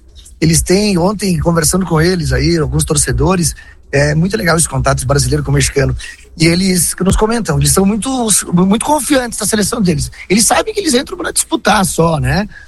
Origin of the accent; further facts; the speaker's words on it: Brazil; com brasileiros, quando sabem que somos brasileiros.